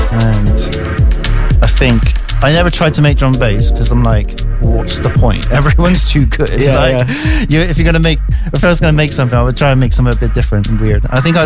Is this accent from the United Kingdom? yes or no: yes; Bristol, South West England, United Kingdom; I'm from Bristol